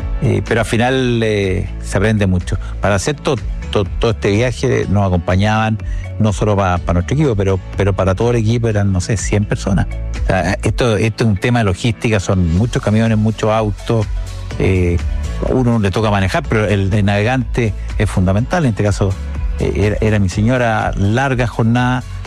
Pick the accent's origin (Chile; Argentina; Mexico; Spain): Chile; Coquimbo; moved away as an adult; yo soy nacido en Coquimbo, estudié en el colegio en Coquimbo, después estudié agronomía acá en la Católica, de una familia de empresarios